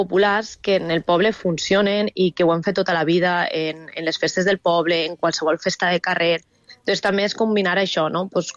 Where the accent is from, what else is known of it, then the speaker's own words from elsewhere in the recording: Otos, Valencian Community, Spain; és especial que sigui en el meu poble on he crescut